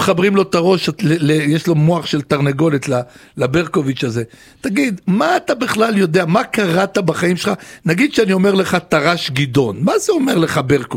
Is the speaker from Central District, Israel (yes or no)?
yes; Lod, Central District, Israel; moved away; גדלתי בעיר ערבית יהודית, ובילדות שלי הייתה שהערבים היו ממש היו חברים וטובים.